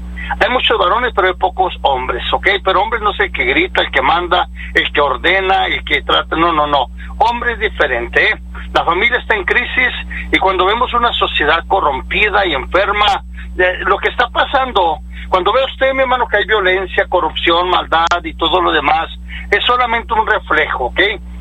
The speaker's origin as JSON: {"language": "Spanish", "area": "Perryton", "region": "Texas", "country": "United States", "said": "Soy de Perrington, Texas"}